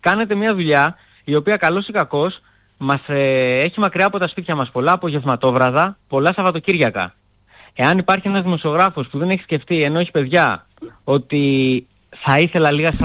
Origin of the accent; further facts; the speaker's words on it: Athens, Attica, Greece; εγώ που είμαι από την Αθήνα